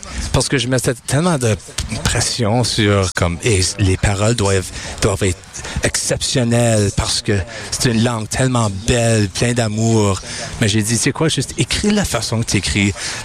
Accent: Winnipeg, Manitoba, Canada; On est des Winnipegois, hein?

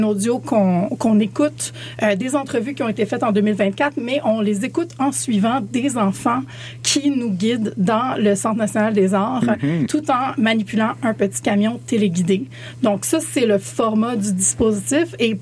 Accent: Montreal, Quebec, Canada; je suis de Montréal

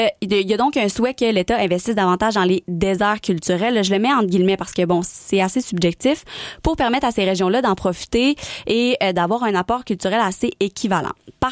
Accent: Trois-Rivières, Quebec, Canada; Non, en fait, je savais que je venais de Trois-Rivières

